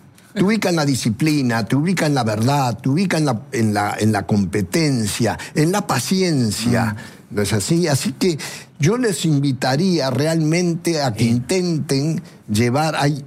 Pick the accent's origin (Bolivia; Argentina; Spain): Argentina; el único aficionado que había argentino, que era yo